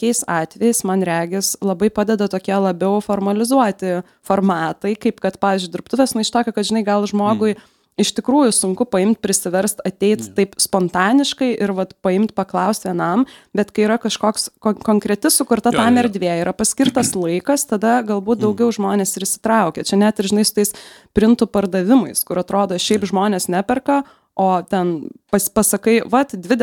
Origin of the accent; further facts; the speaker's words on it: Vilnius, Vilnius County, Lithuania; aš užaugau Vilniaus senamiestį ir atrodo, kad kai aš buvau vaikas, prieš 20 kažkiek metų